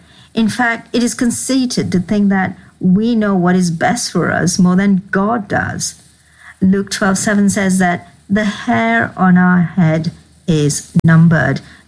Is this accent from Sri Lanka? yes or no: yes; Sri Lanka; moved away; I'm originally from Sri Lanka. Actually, my roots go to South India.